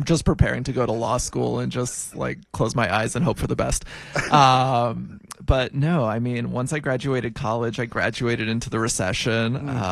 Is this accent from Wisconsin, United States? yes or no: no; Nashville, Tennessee, United States; So I grew up in Nashville, Tennessee.